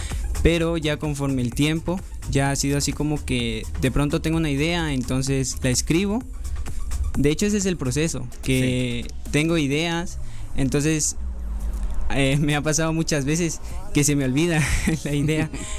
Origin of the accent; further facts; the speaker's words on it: Cobán, Alta Verapaz, Guatemala; Yo soy de aquí de Cobán, Alta Verapaz.